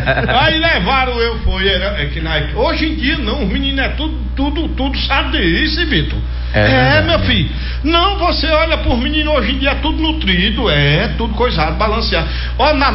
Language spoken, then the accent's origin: Portuguese; Rurópolis, Pará, Brazil; born there; Tanto que Rurópis, a cidade que eu nasci, fazia parte do Amazonas, hoje faz parte do Pará.